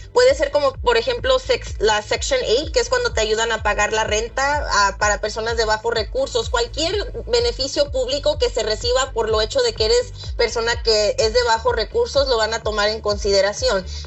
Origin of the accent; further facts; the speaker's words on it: Uruapan, Michoacán, Mexico; born there; moved away; yo nací en Michoacán, yo nací en Uruapan.